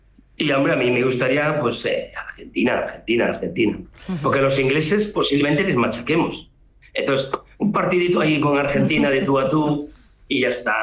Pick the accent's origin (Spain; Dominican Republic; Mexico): Spain; Galicia; now in Madrid, Spain; yo soy muy gallego